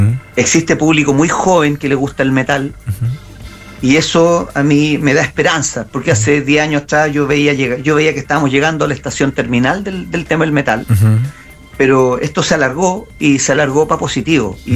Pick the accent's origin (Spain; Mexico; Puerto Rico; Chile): Chile; San Antonio, Valparaíso; el baterista Danilo Estrella y yo somos de Valparaíso. Él es de los Andes y yo soy de la antigua provincia de San Antonio.